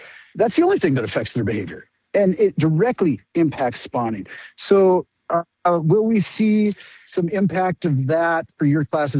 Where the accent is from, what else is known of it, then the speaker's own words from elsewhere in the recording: Nevis, Minnesota, United States; I grew up on Lake Beltane in Nevis, and I remember having to let out line on the shoreline to go back to sit on this kind of rock wall.